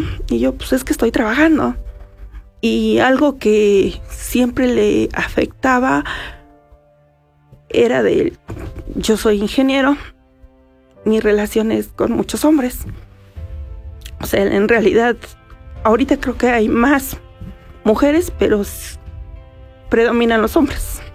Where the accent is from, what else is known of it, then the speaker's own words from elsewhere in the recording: Ixmiquilpan, Hidalgo, Mexico; Yo soy originaria de Ixmiquilpan, un municipio cercano aquí. Me vine a estudiar la preparatoria y después obviamente me quedé aquí a estudiar la carrera.